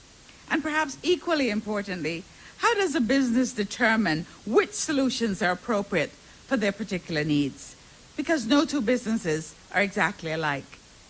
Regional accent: Jamaica; I grew up in Jamaica.

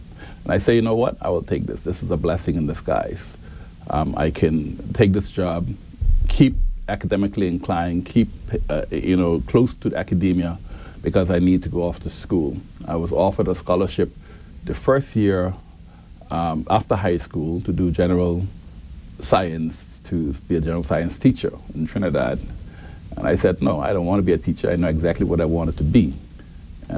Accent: Cockburn Town, Grand Turk, Turks & Caicos Islands; born there; also born or lived in Providenciales; I lived right down the road right here. On Good Street, I grew up on Good Street. I was welcomed by my Good Street community. They actually calling me … because that's where they know me from.

